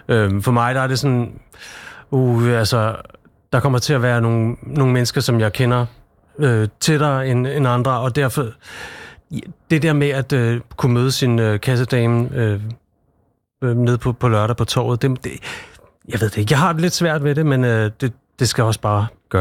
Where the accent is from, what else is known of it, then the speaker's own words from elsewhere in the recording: Copenhagen, Capital Region of Denmark, Denmark; moved away as an adult; now in Nykøbing, Denmark; Jeg har boet det meste af mit liv i København